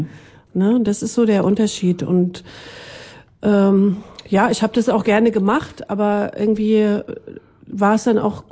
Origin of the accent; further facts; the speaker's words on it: Guben, Brandenburg, Germany; born there; also born or lived in Leipzig; now in Frankfurt (Oder), Germany; Ja, in meiner Heimatstadt, also in meiner Geburtsstadt. Heimatstadt ist, glaube ich, jetzt mittlerweile Frankfurt-Oder. Das war Guben.